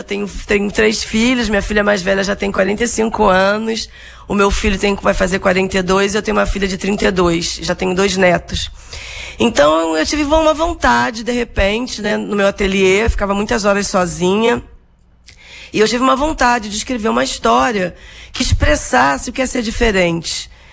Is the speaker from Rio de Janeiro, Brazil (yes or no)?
yes; Rio de Janeiro, Brazil; born there; Meus avós são refugiados, judeus, e eu nasci aqui em Cascadura, maternidade pública, e minha família tinha muita necessidade de escassez, não tinham estudo, não tinham famílias aqui no Brasil.